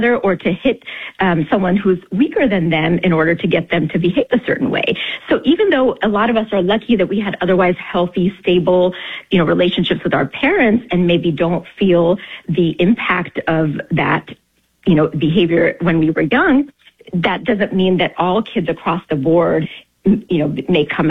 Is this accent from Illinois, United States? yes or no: no; Tennessee, United States; I remember growing up in Tennessee in my elementary school.